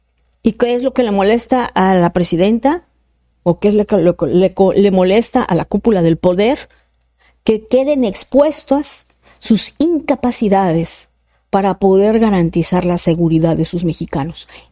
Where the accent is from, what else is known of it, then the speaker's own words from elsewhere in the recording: Mexico; Entonces, como mexicana sí me gustaría a mí personalmente decir